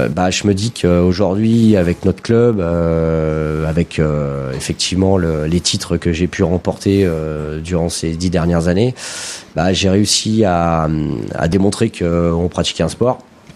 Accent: France; même chez nous en France

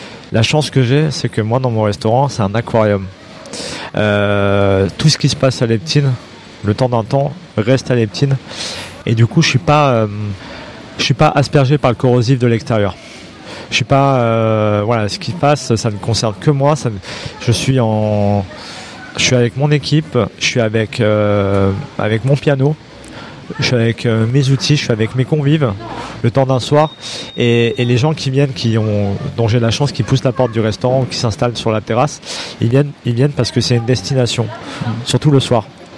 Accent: Lyon, Auvergne-Rhône-Alpes, France

